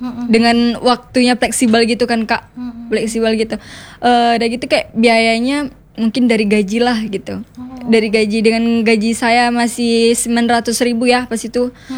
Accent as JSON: {"language": "Indonesian", "town": "Takengon", "region": "Aceh", "country": "Indonesia", "moved": "as an adult", "lives_now": "Lhokseumawe, Indonesia", "said": "saya orang Takengon."}